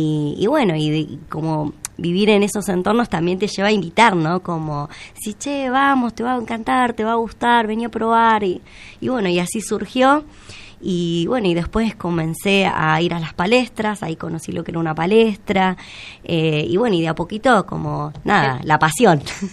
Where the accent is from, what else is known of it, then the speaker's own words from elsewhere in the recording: Rawson, Chubut, Argentina; moved away; also born or lived in Entre Ríos / Lago Puelo / Córdoba; yo la verdad es que solamente nací en Entre Ríos. Mi familia desde los 8 meses me trajeron a vivir a esta hermosa Patagonia, al sur, al mar, y bueno, y me crié acá.